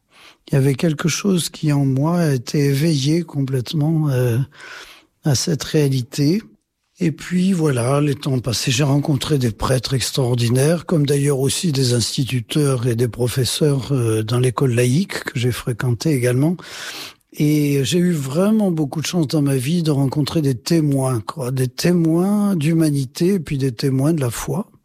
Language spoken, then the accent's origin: French; Limoges, Nouvelle-Aquitaine, France; Oui, je suis originaire du Limousin, de Limoges même, oui, oui, oui.